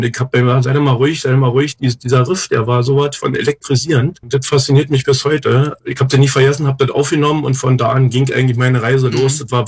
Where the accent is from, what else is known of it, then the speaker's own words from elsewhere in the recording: East Germany, Germany; born there; Ich bin in Ostdeutschland geboren, an der Grenze zu Berlin.